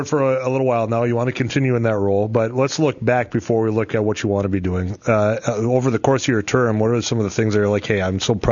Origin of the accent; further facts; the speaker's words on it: Leeds, United States; back in my hometown of Leeds, you know, Class B, town of 450 people, you had really only one employment opportunity in high school